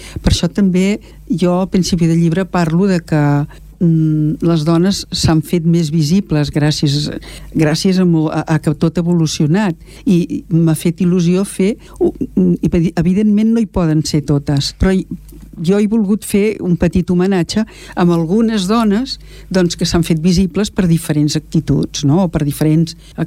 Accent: Esplugues de Llobregat, Catalonia, Spain

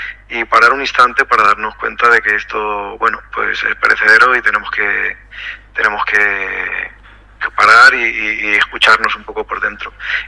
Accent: Andalusia, Spain; honor a mis abuelos, a mi pueblo en Málaga, que se llamaba así la calle de mis abuelos.

